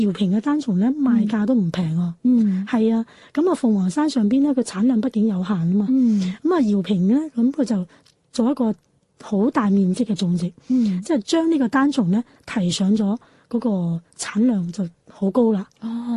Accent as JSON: {"language": "Cantonese", "region": "Guangdong", "country": "China", "said": "因为我哋广东人咧，可能就系将茶已经贯穿于日常生活啦嘛"}